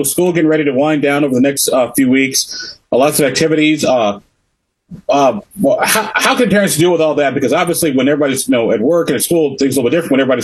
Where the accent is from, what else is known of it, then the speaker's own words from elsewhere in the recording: Chicago, Illinois, United States; also born or lived in Europe; growing up in Chicago and in Europe for a while, I always went to bed about 11, 12 o'clock and got up at 5.